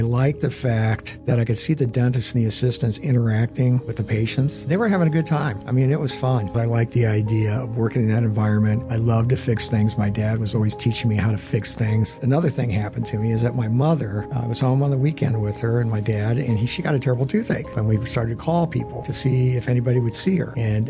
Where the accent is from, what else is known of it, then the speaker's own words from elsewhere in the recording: Middletown, United States; I grew up in Middletown, which is a steel town. My dad and all of my relatives worked in the mill